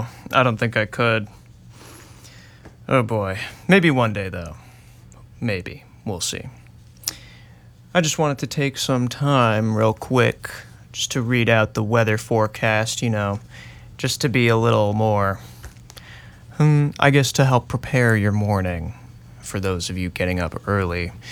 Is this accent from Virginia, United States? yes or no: yes; Virginia, United States; now in Blacksburg, United States; I'm from the north, not too far north. I'm from Nova. So I know I'm a Blacksburg transplant